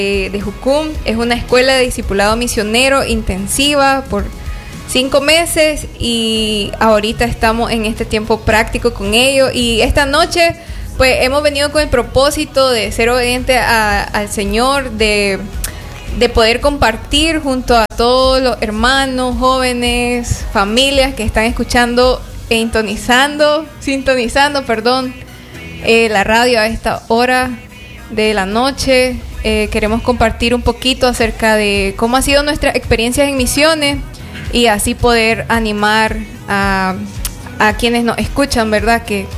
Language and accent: Spanish; Diriamba, Carazo, Nicaragua; Aquí les saluda … Soy de la ciudad de Iriamba